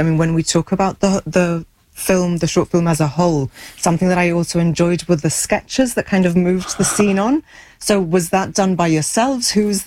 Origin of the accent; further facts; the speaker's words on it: Gibraltar; because we're from Gib and we can tell where it's set.